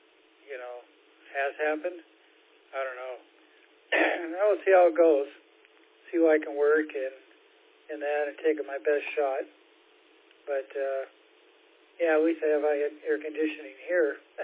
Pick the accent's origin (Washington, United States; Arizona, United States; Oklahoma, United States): Washington, United States; Seattle; I grew up in Seattle, and now Seattle's getting the same kind of weather